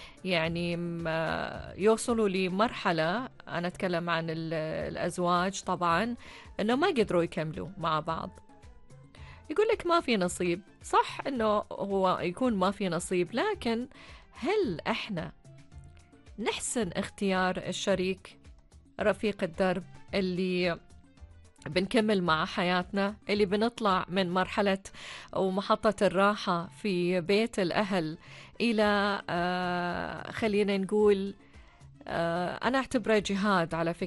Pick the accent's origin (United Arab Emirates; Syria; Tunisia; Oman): Oman; عندنا في عمان